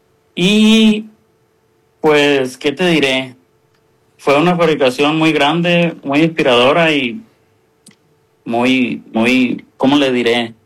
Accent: Guasave, Sinaloa, Mexico; Yo soy de Guasave, Sinaloa.

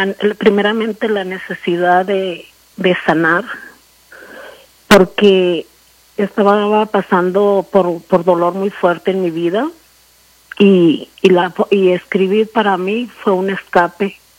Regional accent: Zacatecas, Mexico; born there; moved away as an adult; Bueno, yo soy una mujer mexicana. Nací en el estado de Zacatecas, en un pueblito pequeño. Soy madre de 4 hijos. Soy una inmigrante que vino a este país en el 96.

